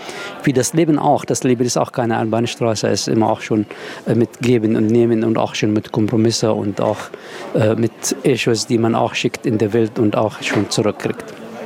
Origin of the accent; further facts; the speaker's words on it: Palestine; Es ist mal so, wenn man sagt, ich bin Palästinenser, dann kommt gleich die zweite Frage eigentlich, was ist bei euch los?